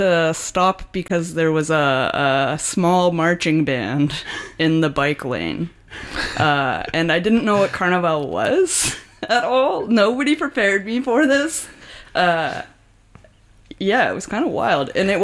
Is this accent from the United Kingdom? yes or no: no; Brampton, Ontario, Canada; I'm from Brampton.